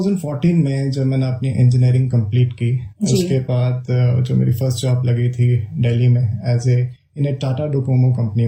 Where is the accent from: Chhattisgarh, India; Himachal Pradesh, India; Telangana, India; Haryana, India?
Himachal Pradesh, India; Kangra; born there; also born or lived in Ropar, Punjab; मैं नगरोटा सूर्या के समीप एक कटोरा गांव है, वहाँ का रहने वाला हूँ।